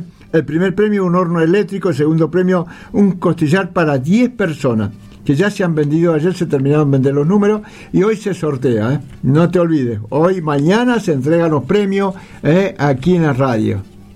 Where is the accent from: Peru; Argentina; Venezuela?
Argentina; Salavina, Santiago del Estero; moved away; also born or lived in Buenos Aires; yo me crié en Salavina, en Santiago, en el monte, en el campo.